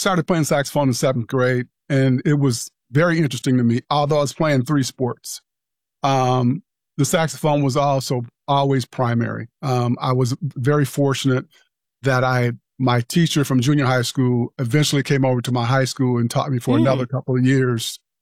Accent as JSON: {"language": "English", "town": "East Lansing", "region": "Michigan", "country": "United States", "tie": "born or raised there", "said": "I'm from Lansing. I grew up in East Lansing. It's right next to me."}